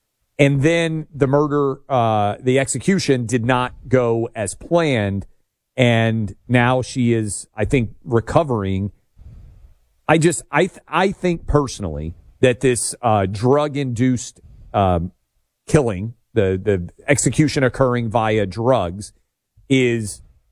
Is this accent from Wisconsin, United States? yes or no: no; Tennessee, United States; We talked some yesterday about the failure of my home state of Tennessee to execute a woman on death row correctly